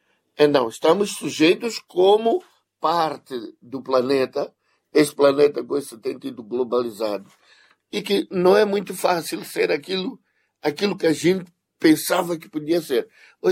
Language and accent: Portuguese; Mozambique; Nós somos moçambicanos